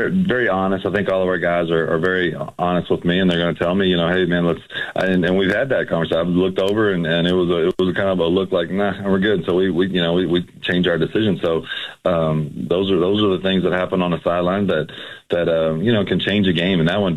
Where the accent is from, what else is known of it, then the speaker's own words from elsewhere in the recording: Louisville, Kentucky, United States; So I grew up in Louisville, so if I win or I lose, I'm still gonna live in that city.